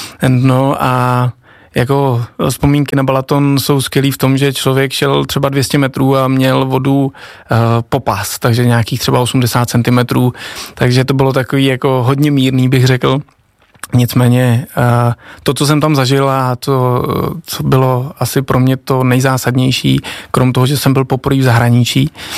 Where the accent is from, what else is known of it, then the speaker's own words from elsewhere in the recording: Nový Bor, Liberec Region, Czechia; moved away as an adult; also born or lived in Česká Lípa / Prague / London; Pocházím ze severních Čech, narodil jsem se v České Lípě, kde jsme s rodiči a s bratrem starším do mých 2 let bydleli a potom jsme se přestěhovali do Nového Boru, kde jsem vlastně žil do svých 20 let, než jsem utekl do Prahy a do Londýna a prostě do světa.